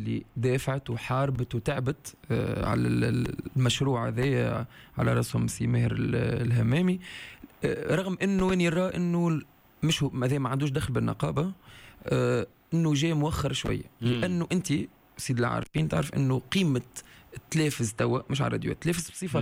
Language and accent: Arabic; Tunisia